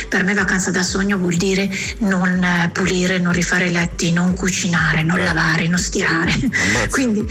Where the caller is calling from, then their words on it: Milan, Lombardy, Italy; da Milano